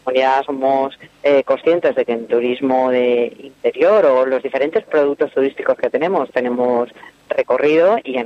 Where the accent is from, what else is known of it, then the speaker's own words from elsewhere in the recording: Alcoy, Valencian Community, Spain; yo Soy hija de Alcoyano y para todos los alcoyanos … es un orgullo